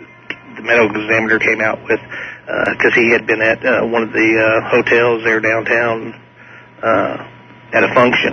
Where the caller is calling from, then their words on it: Memphis, Tennessee, United States; from Memphis.